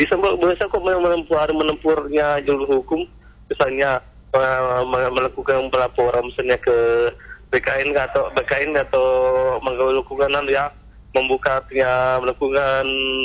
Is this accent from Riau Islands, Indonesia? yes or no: no; South Sulawesi, Indonesia; pengalaman sebelumnya yang terjadi di daerah saya sendiri, Mbak, di Kabupaten Bone.